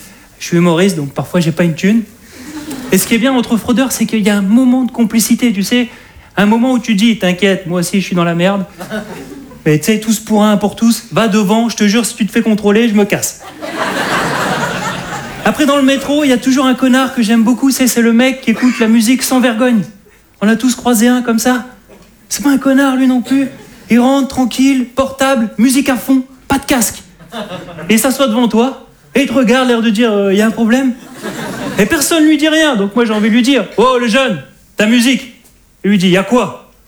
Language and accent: French; Hauts-de-France, France; je suis un ch'ti.